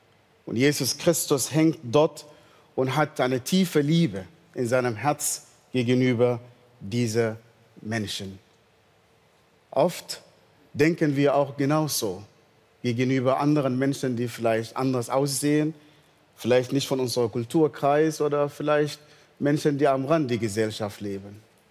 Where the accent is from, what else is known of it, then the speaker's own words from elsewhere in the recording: Northern Sudan, Sudan; German is a second language; moved away; Ich bin im Nordsudan geboren, aufgewachsen.